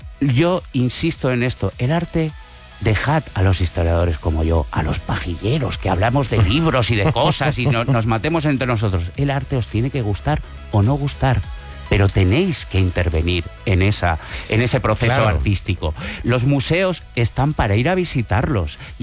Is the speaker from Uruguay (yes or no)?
no; Sant Feliu de Llobregat, Catalonia, Spain; Jaume Plensa, por cierto, es de mi pueblo, de San Feliu de Llobregat.